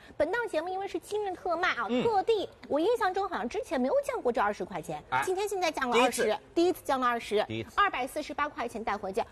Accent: Shanghai, China; 我们上海人吃东西呢会有这个要汤的

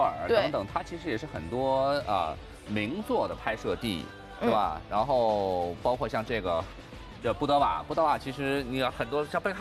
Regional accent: China

